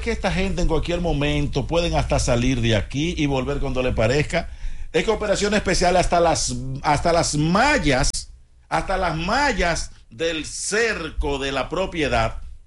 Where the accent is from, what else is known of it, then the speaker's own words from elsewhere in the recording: Dominican Republic; nosotros somos los dominicanos